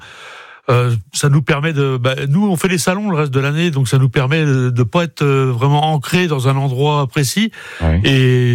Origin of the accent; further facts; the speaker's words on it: Le Mans, Pays de la Loire, France; je suis né au Mans, j'ai toujours vécu au Mans.